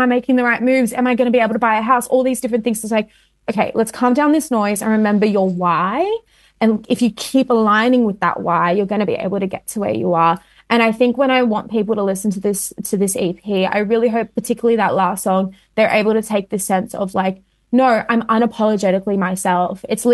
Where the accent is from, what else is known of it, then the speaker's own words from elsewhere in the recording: Sydney, New South Wales, Australia; I never told anyone I was from Western Sydney, and I dyed my hair blonde.